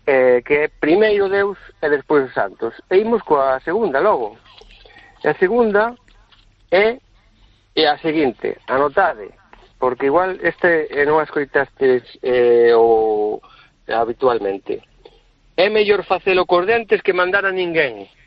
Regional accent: Quiroga, Galicia, Spain

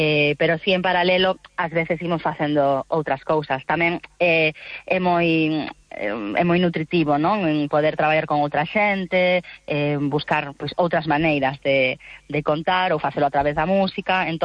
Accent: Galicia, Spain; nós tamén somos creadoras galegas

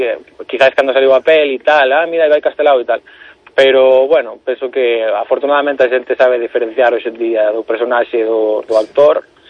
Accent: Galicia, Spain; Bueno, que creo que como galegos temos que estar orgullosos, non?

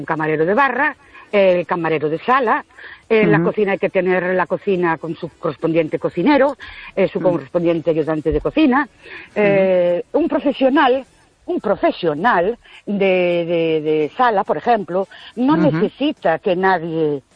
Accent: Ourense, Galicia, Spain; Buenas noches … de Ourense.

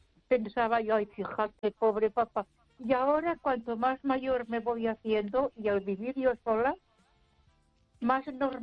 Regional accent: Ponferrada, Castile and León, Spain

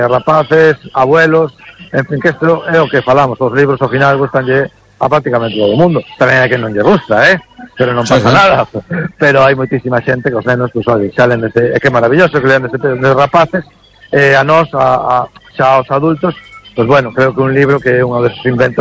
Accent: Bañobre, Galicia, Spain; se o digo polo meu pueblo, ¿no? Bañobre, é dicir, non somos nin concello, temos unha verbena, ¿no?

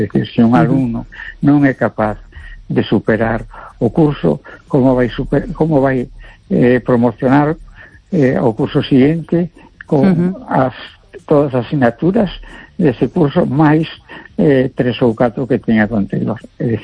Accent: A Coruña, Galicia, Spain

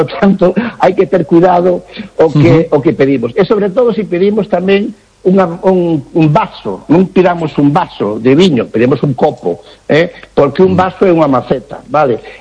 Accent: Galicia, Spain; Que dicir, pois, pero se usted é portugués, non, son galego, estou unha beiriña e tal.

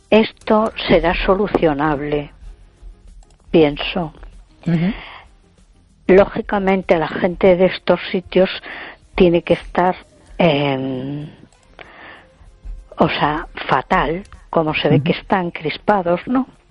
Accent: A Coruña, Galicia, Spain; Muy buenas. … de Coruña.

